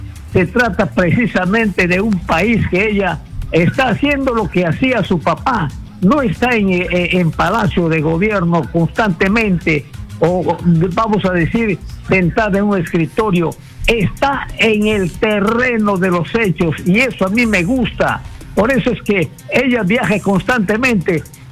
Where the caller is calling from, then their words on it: Iquitos, Loreto, Peru; Estoy llamando de Iquitos